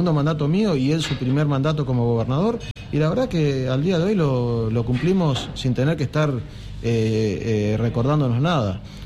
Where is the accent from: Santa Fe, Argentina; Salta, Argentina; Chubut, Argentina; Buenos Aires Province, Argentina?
Chubut, Argentina; Puerto Madryn; somos madrileños y somos responsables políticos de la ciudad